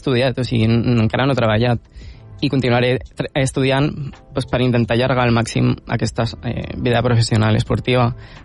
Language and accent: Catalan; Calafell, Catalonia, Spain; jo estudiava al meu poble, jo estudiava a Calafell i ara havia de vindre aquí a Diagonal a estudiar a la Facultat de Biologia de la UB